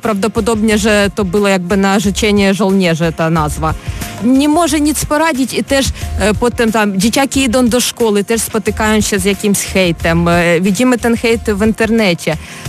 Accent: Ukraine; moved away; Ja pochodzę z centrum Ukrainy

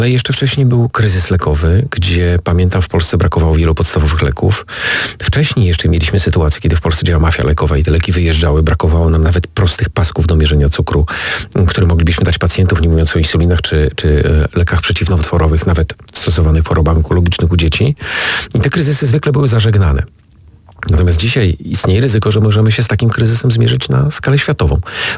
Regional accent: Opole Voivodeship, Poland; tutaj u nas na Opolszczyźnie

